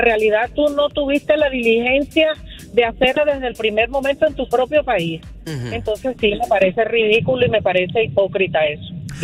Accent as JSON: {"language": "Spanish", "country": "Colombia", "said": "Mira, yo soy colombiana."}